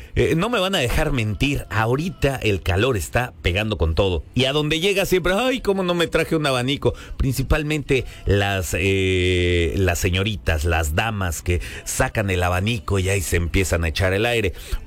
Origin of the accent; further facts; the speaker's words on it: Mexico; somos muy mexicanos